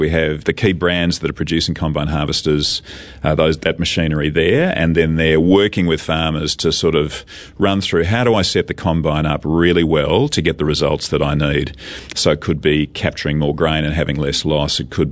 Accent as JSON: {"language": "English", "country": "Australia", "moved": "as an adult", "lives_now": "New Zealand"}